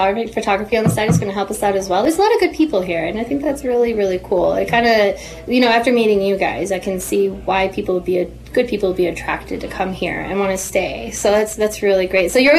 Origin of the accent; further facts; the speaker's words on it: Kremlin, Montana, United States; I'm from Kremlin